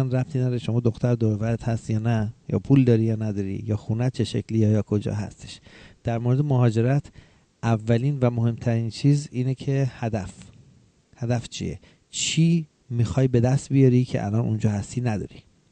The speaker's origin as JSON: {"language": "Persian", "country": "Iran", "moved": "as an adult", "said": "من که از ایران داشتم می اومدم تو ایران یه پیکان داشتم، پیکان معمولی، مال خودم هم نبود، مال بابام بود و خونه هم نداشتم، با خانوادم زندگی می کردم."}